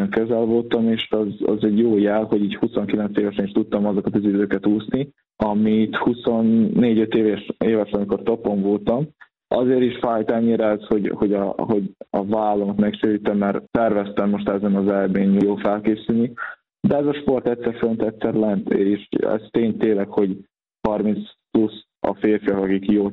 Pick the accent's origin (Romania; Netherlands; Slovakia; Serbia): Serbia; Senta, Vojvodina; now in Szeged, Hungary; Hála Istennek, Vajdaságban Zenten nőttem fel, ahol tényleg nagyon szörnyű az úszoda, hogy néz ki